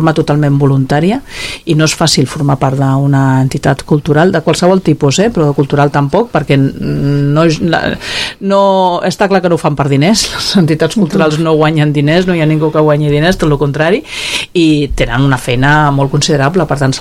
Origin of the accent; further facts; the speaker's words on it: Cubelles, Catalonia, Spain; Jo sempre dic que sóc de Cubelles de tota la vida, però els meus pares no ho eren